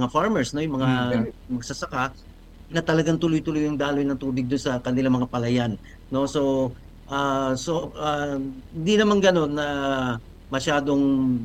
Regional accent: Calapan, Mimaropa, Philippines; Sa amin, dun sa amin sa Calapan

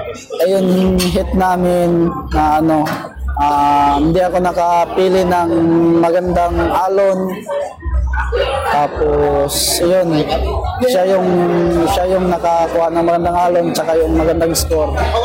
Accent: Siargao Island, Caraga, Philippines; Ako sa Siargao Island.

